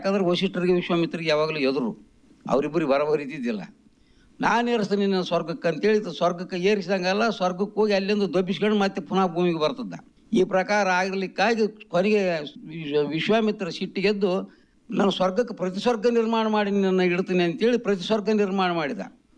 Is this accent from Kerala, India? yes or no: no; Manaslapura, Karnataka, India; ಎಲ್ಲರೂ ಕೂಡ ಸೇವೆ ಮಾಡಿಕೊಂಡು ಸುಖದಿಂದ ಬಾಳ್ಕೊಂಡೀವಿ ನಮ್ಮ ಗ್ರಾಮದಲ್ಲಿ.